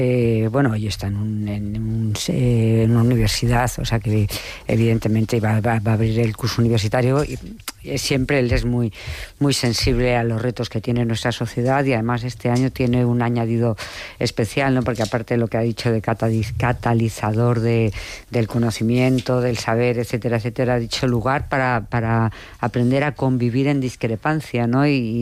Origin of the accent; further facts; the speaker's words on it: Madrid, Community of Madrid, Spain; que a lo mejor cuando éramos jóvenes, yo que soy de Madrid, ese problema no lo tenías